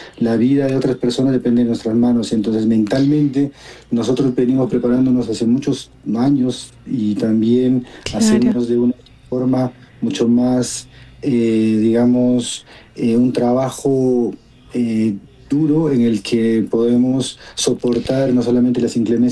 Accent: Huaraz, Ancash, Peru; yo soy de Huaraz, natural de las montañas más altas del Perú. Ahí atrás todo ese es mi patio prácticamente

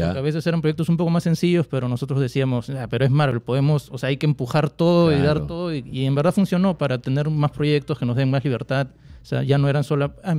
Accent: Peru; somos varios artistas peruanos y en general latinoamericanos

